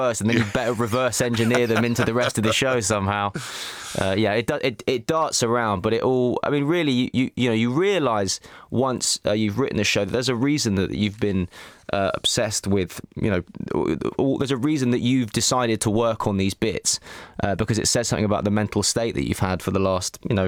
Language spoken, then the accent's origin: English; England, United Kingdom; moved away as an adult; now in Lyon, France; an English comedian in Lyon who's doing jokes about being English